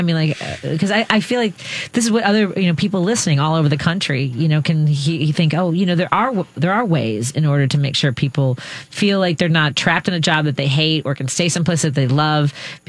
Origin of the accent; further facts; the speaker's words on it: Chicago, Illinois, United States; I grew up in Norwood.